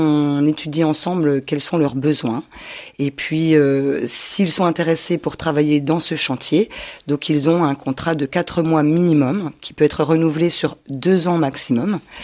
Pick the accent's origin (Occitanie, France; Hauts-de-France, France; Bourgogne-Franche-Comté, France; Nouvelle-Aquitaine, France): Bourgogne-Franche-Comté, France; Vesoul; moved away; Je viens de Franche-Comté, plus exactement de la Haute-Saône. Je suis née à Vesoul.